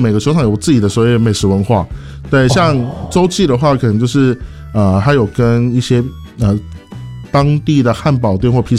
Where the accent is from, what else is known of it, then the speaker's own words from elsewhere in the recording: Kaohsiung, Taiwan; 像我本身是高雄人嘛